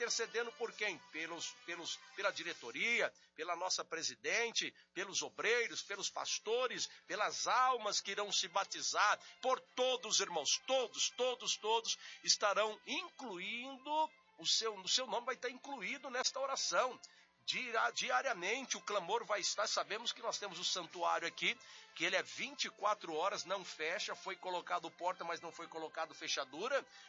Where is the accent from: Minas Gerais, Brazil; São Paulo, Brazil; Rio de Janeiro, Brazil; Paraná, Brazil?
São Paulo, Brazil; Jundiaí; Jundiaí, interior de São Paulo, a 50 quilômetros de São Paulo